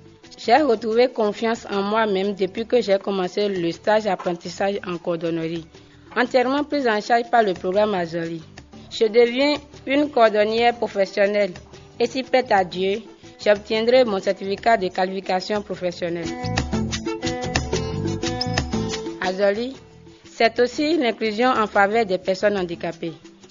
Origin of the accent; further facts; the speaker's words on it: Parakou, Borgou, Benin; Je viens de la commune de Parakou.